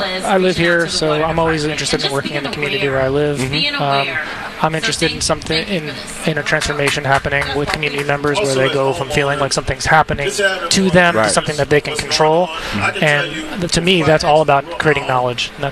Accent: Florida, United States; now in Germantown, United States; I grew up in South Florida where storms were normal.

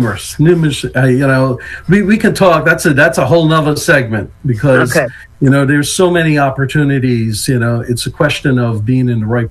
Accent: Long Island, New York, United States; moved away; also born or lived in Guyana / Philadelphia; I grew up on Long Island, New York

